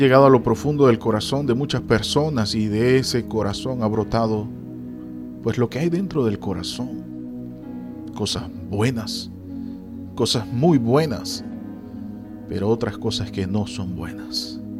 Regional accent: Venezuela

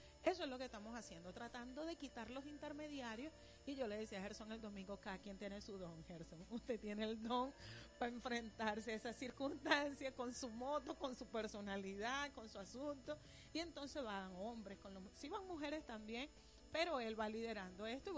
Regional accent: Venezuela; Yo pienso que en Venezuela

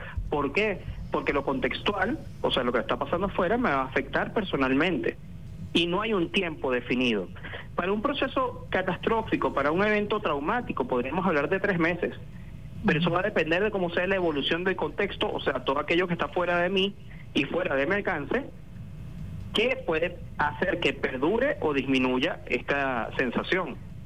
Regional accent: Venezuela; Nosotros como venezolanos tenemos el gentilicio de ser empáticos.

